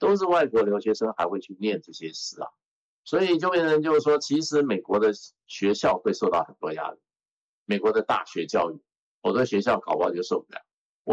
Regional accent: China

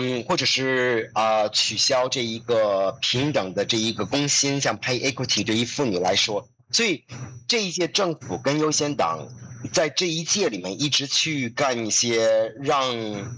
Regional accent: China; now in New Zealand; 作为一个中国人来说

